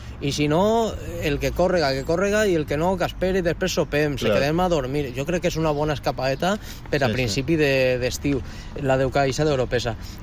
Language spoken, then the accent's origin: Catalan; Valencia, Valencian Community, Spain; que som de València